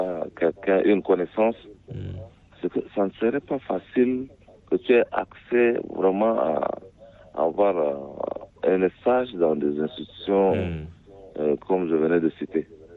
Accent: Chad; Mais chez nous, au Tchad, ce système n'existe pas.

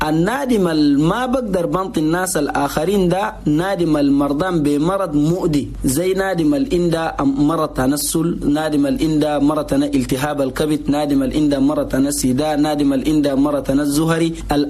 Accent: Chad; نقول لاخواننا المواطنين جميعا في بلدنا تشاد

